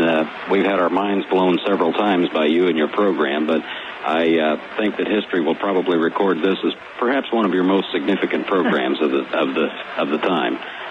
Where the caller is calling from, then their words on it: Kansas City, Missouri, United States; I'm calling from Kansas City